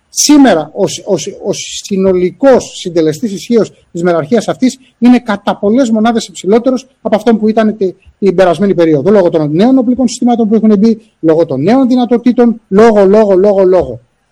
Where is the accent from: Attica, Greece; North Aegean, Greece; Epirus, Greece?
North Aegean, Greece; Mytilene; τον ίδιο τον τόπο μου και την ίδια το μέρος το οποίο υποστήριζα ως αντισταγματάρχης